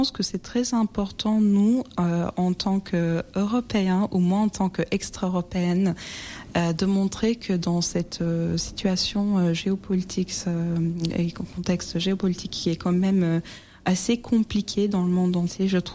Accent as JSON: {"language": "French", "country": "Turkey", "moved": "yes", "lives_now": "France", "said": "je suis d'origine turque et je considère que nous les Turcs, on est en Eurasie, donc on fait le pont entre l'Europe et l'Asie. Et je peux dire que je suis aussi européenne parce que je vis en France depuis actuellement 10 ans"}